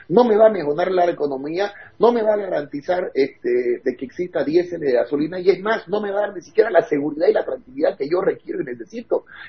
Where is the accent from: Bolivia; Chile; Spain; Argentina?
Bolivia; somos nosotros los bolivianos